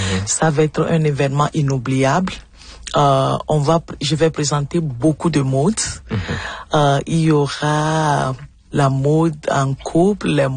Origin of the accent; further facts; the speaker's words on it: Togo; now in Manitoba, Canada; je suis togolaise